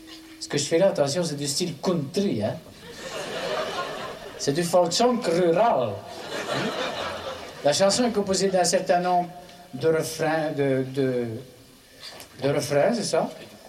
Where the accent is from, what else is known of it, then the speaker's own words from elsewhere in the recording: Écaussinnes, Wallonia, Belgium; Je ne sais pas si vous le savez, mais je suis une fleur de province. Et vous voyez, je suis originaire d'Écossine.